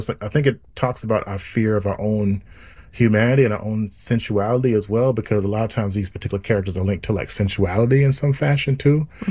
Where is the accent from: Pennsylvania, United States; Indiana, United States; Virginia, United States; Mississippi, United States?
Mississippi, United States; I'm from Mississippi, and I grew up with the blues, and I grew up in those spaces and gyp joints and things of that nature